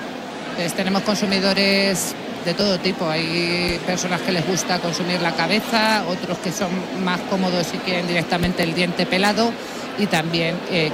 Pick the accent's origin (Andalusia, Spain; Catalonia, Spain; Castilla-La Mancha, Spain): Castilla-La Mancha, Spain; Las Pedroñeras; lo que yo siento en lo que es mi pueblo y mis paisanos de las Pedroñeras.